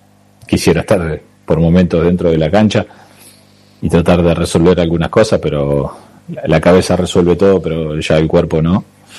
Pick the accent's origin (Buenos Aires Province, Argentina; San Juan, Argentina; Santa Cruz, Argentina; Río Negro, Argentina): Buenos Aires Province, Argentina; Ramallo; now in Trenel, Argentina; Me ha tocado dirigir la liga nicoleña en mi zona, de donde soy yo, de Ramallo